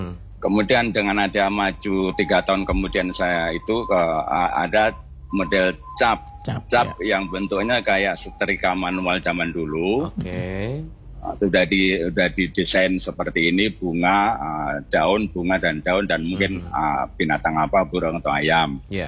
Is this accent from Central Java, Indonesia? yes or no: yes; Klaten, Central Java, Indonesia; Saya di Klaten